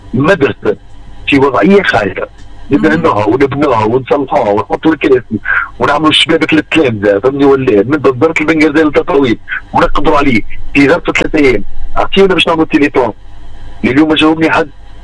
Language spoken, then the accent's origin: Arabic; Tunisia; انا كمواطن تونسي